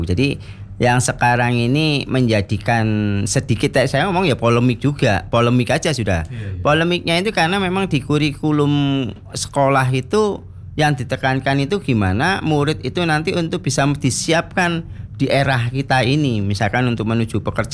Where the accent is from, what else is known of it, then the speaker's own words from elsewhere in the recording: Java, Indonesia; Kita ini orang Jawa. Itu yang harus jadi dalam moral kita. Kita ini orang Jawa.